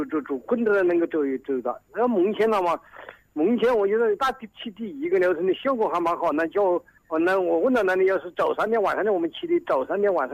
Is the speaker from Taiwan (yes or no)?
no; Tianmen, Hubei, China